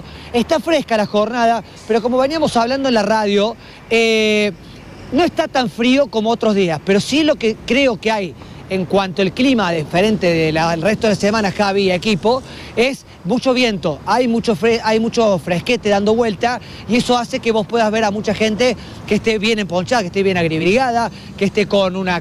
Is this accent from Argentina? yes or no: yes; Argentina; acá estamos en Córdoba